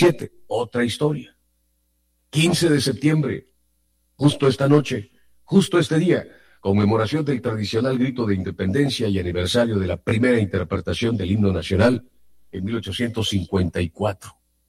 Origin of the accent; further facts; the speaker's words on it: Mexico; que sea una gran convivencia como mexicanos